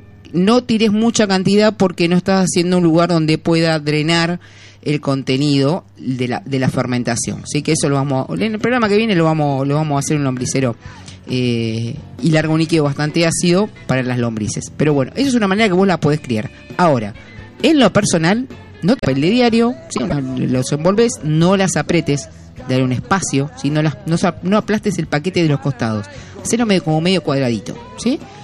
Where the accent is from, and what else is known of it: Luján, Buenos Aires Province, Argentina